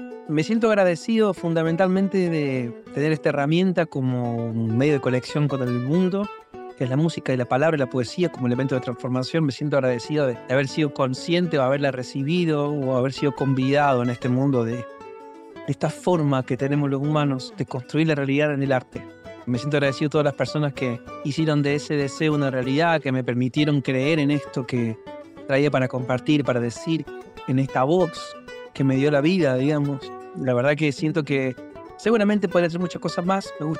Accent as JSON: {"language": "Spanish", "region": "Córdoba", "country": "Argentina", "tie": "born there", "said": "Nací en Barrio General Bustos, un barrio de laburantes"}